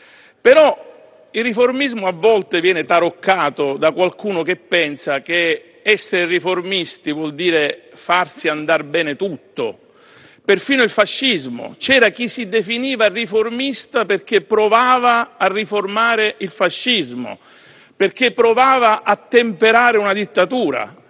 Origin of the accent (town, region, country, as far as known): Sicily, Italy